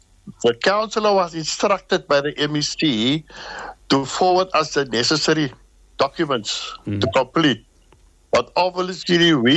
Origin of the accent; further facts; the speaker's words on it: Cape Town, Western Cape, South Africa; I'm a born and bred Cape Townian. I grew up in District 6, alhamdulillah.